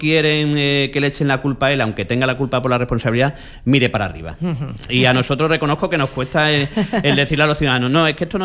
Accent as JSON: {"language": "Spanish", "region": "Extremadura", "country": "Spain", "said": "en mi tierra, que es Extremadura"}